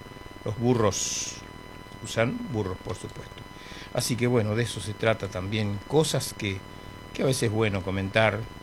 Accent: Presidencia de la Plaza, Chaco, Argentina; la capital del chicharrón en Presidencia de la Plaza, mi pueblo. Así que saludamos a toda mi gente de Plaza, Chaco, de donde soy

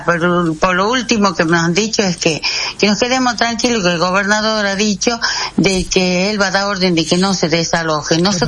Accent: Coronel Juan Solá, Salta, Argentina; ahora yo tengo 76 años, nacida y criada ahí

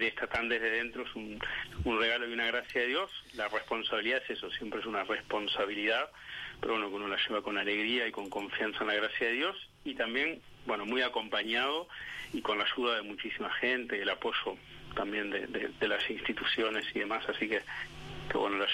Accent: Uruguay; Soy uruguayo.

